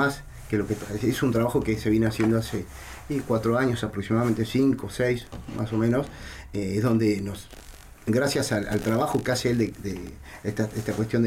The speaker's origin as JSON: {"language": "Spanish", "town": "Río Gallegos", "region": "Santa Cruz", "country": "Argentina", "tie": "born there", "said": "que ahora vienen los que somos de Río Gallegos, nacidos y acá"}